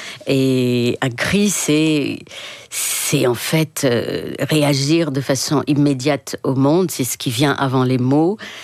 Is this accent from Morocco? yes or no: yes; Morocco; Oui, je décris ce sentiment quand j'étais enfant au Maroc. On avait le sentiment de la bienveillance du roi, mais on n'était pas sûr.